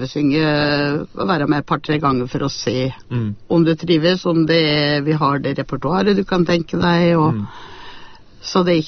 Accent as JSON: {"language": "Norwegian", "town": "Sigdal", "region": "Buskerud", "country": "Norway", "said": "Ja, jeg er opprinnelig fra Sigdal."}